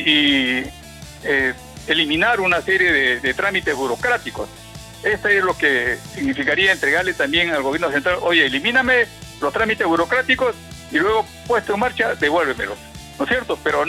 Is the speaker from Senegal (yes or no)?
no; Peru; now in Chimbote, Peru; todos somos peruanos